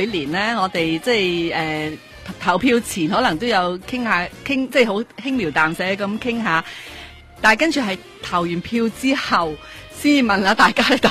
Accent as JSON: {"language": "Cantonese", "country": "China", "said": "我哋中国人咧有一句说话话，君子之交淡如水"}